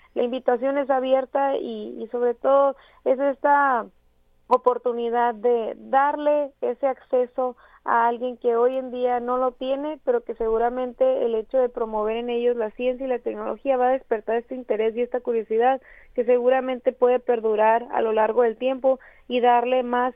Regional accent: Mexico; esa es una creencia errónea que tenemos como mexicanos

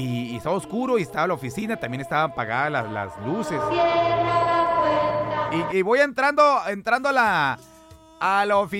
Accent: Sonora, Mexico; Y soy el sonorense

